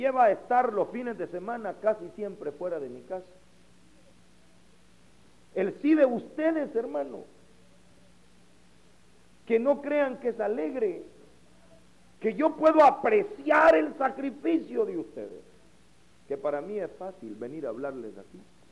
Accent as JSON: {"language": "Spanish", "country": "El Salvador", "tie": "born there", "said": "Si yo soy latinoamericano, si yo nací en Centroamérica, yo nací en El Salvador. Soy un hombre centroamericano"}